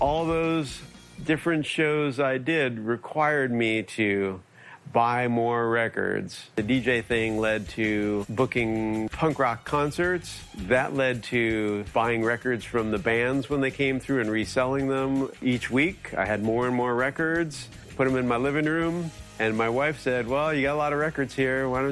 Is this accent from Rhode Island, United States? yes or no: no; New Jersey, United States; moved away as an adult; I grew up in New Jersey